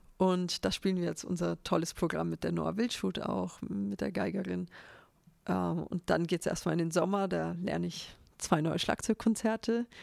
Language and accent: German; Hof, Bavaria, Germany; Ich kehre auch zurück zu meiner Heimat nach Hof